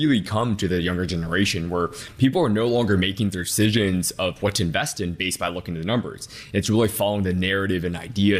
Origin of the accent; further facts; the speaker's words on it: Detroit, Michigan, United States; So born and raised in Detroit, my parents are immigrants. We didn't have a lot of money growing up.